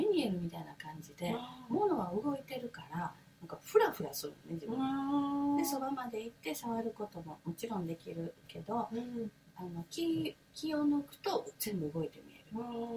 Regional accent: Osaka, Japan; 今65歳に、私は生まれも育ちも大阪なんやけど、私の両親が沖永良部島出身です、2人ともね

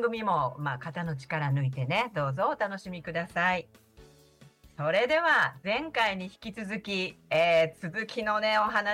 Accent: Osaka, Japan; moved away as an adult; now in Kyoto, Japan; 私ね、大阪で生まれて大阪で育って、今京都に住んでるんですけどね

